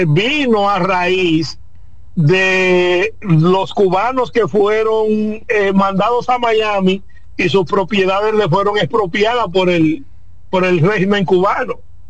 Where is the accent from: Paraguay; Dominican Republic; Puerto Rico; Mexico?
Dominican Republic; también hay dominicanos.